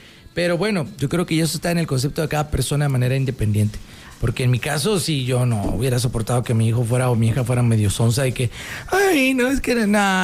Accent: Mexico; Somos mexicanos.

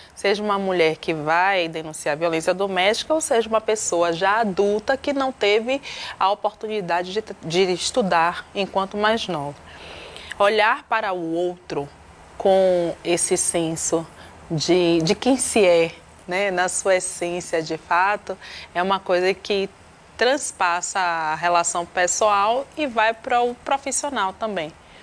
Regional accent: Salvador, Bahia, Brazil; accent: Bahian; como vocês podem perceber com o meu sotaque, baiana, soteropolitana, com muito orgulho.

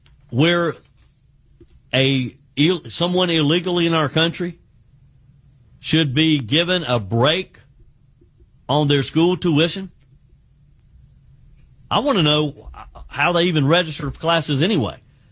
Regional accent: South Carolina, United States; he called out Dr. Annie Andrews in my home state of South Carolina

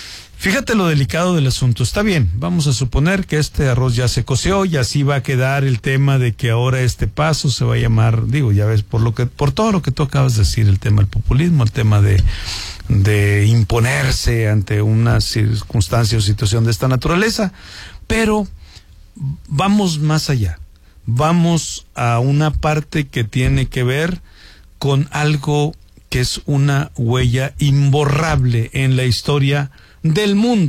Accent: Mexico; esa mezcla que somos los mexicanos.

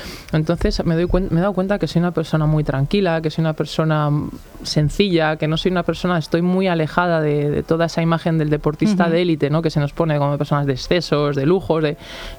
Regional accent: Cantabria, Spain; O sea, yo soy una persona que siempre se ha sentido muy orgullosa de donde soy. Uh-huh. Y tenía claro que yo cántabra iba a ser toda la vida, que da igual por donde viajase.

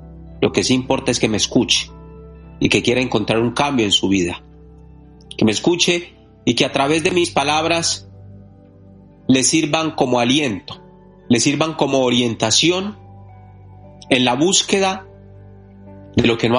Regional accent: Catemaco, Veracruz, Mexico

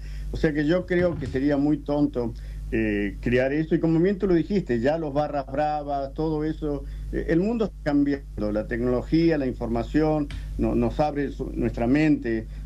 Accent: Argentina; moved away as an adult; now in Atlanta, United States; yo, como argentino y veterano, porque yo soy enlistado para el de Malvinas, yo llegué aquí en el año 82 a este país, a Estados Unidos

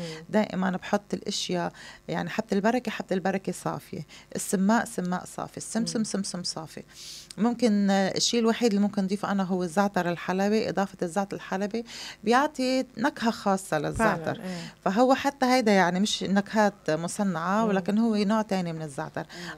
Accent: Kfar Kila, Nabatieh Governorate, Lebanon; وبفتخر فيهم كمان انه هن من ضيعتي من كفر كلا

